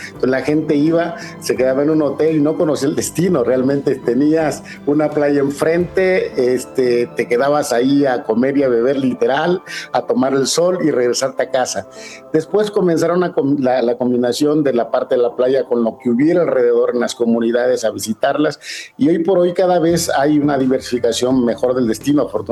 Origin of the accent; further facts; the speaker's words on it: Mexico; somos los mexicanos, la verdad, un pueblo hospitalario y extraordinario por naturaleza.